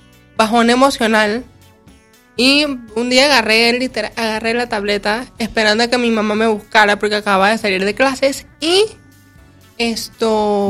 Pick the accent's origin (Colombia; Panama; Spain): Panama; Panama City, Panamá; Soy panameña. La cepa, cédula 8, citadina.